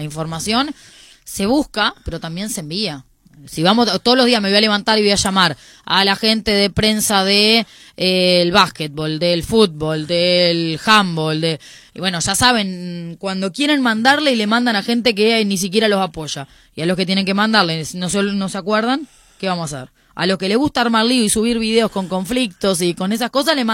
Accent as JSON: {"language": "Spanish", "country": "Uruguay", "said": "No, yo soy totalmente uruguaya."}